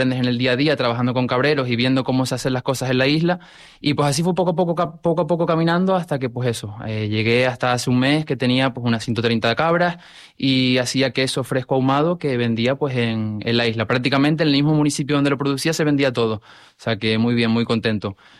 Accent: Canary Islands, Spain; Pues básicamente porque yo soy de La Palma y me encanta lo que es el tema de apostar por lo nuestro.

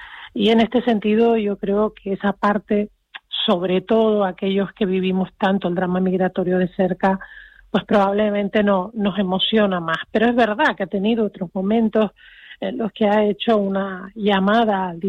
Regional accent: Canary Islands, Spain

